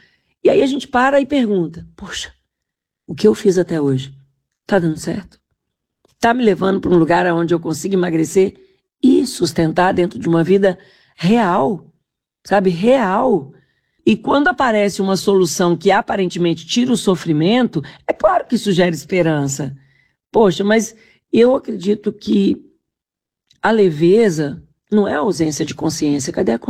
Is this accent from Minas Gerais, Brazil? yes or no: yes; Minas Gerais, Brazil; Eu sou mineira